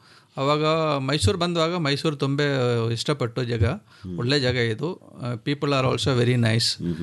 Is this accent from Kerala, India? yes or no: yes; Kozhikode, Kerala, India; born there; moved away as an adult; also born or lived in Madhya Pradesh; now in Mysore, India; Birth place ಬಂದು ಕಾಲಿಕಟ್ ಕೇರಳ. ಆವಾಗ higher ಎಜುಕೇಷನ್ಗೆ ಮಧ್ಯಪ್ರದೇಶಕ್ಕೆ ಹೋಗಿದ್ದು.